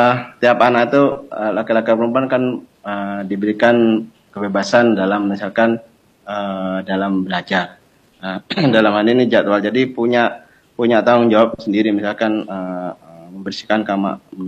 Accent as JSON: {"language": "Indonesian", "region": "Java", "country": "Indonesia", "said": "Sekelas Ibu Kartini aja susah itu menobrak tradisi kalau saya orang Jawa gitu."}